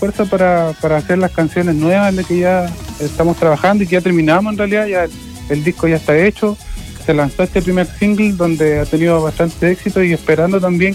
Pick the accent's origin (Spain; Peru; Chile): Chile; Carelmapu, Los Lagos; accent: sureño; now in Puerto Montt, Chile; Yo soy de Carelmap, pero vivo en Puerto Montt.